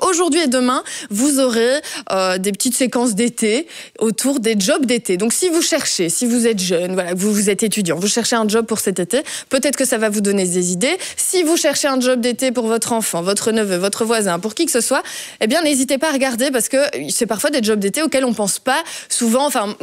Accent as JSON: {"language": "French", "country": "Belgium", "said": "on est belge, on est fiers d'être belge"}